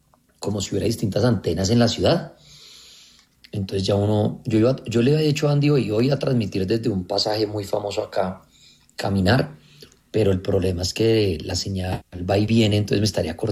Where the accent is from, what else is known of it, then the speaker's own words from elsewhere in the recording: Colombia; Excepto los de Colombia porque somos colombianos.